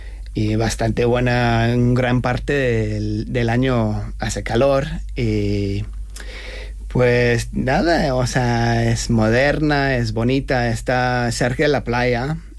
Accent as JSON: {"language": "Spanish", "town": "Brisbane", "region": "Queensland", "country": "Australia", "second_language": "Spanish", "lives_now": "Madrid, Spain", "said": "llevo aquí en Madrid 9 meses y soy de Brisbane, Australia."}